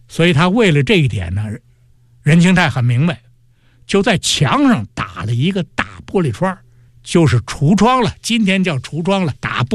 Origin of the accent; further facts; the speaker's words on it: Beijing, China; born there; 我小时候在这个劝业馆劝业厂，